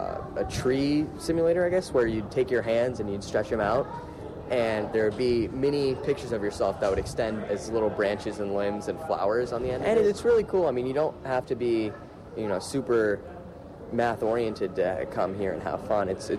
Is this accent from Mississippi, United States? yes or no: no; Phoenix, Arizona, United States; I'm 17. I'm from Phoenix, Arizona.